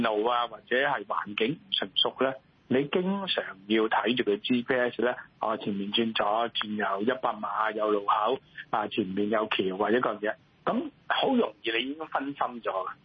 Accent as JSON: {"language": "Cantonese", "country": "Hong Kong", "said": "我哋港人"}